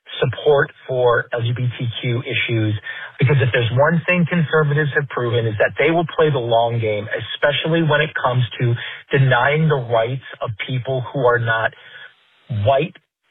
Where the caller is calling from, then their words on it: Davidson, North Carolina, United States; from Davidson, North Carolina, and as a Gen X husband and parent to a queer teenager